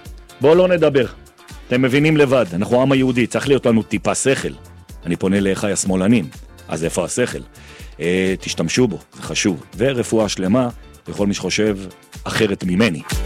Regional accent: Jerusalem, Jerusalem District, Israel; אני ירושלמי, וככה חונכתי

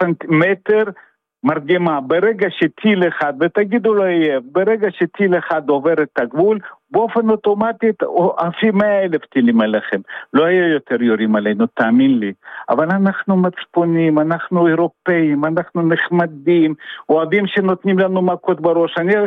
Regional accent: Lithuania; Hebrew is a second language; אני ליטאי. אני יהודי, קודם כל אני יהודי.

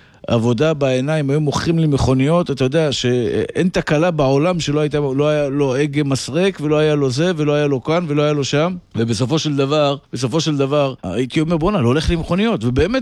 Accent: Tel Aviv, Tel Aviv District, Israel; born there; אני תמיד זוכר מאיפה באתי. נולדתי בשכונת התקווה. בית מאוד קטן.

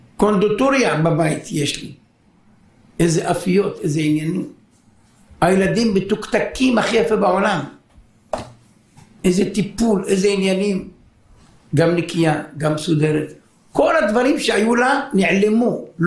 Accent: Haifa, Haifa District, Israel; אני בא להורים שלי גרו בחיפה. אני בא מחיפה.

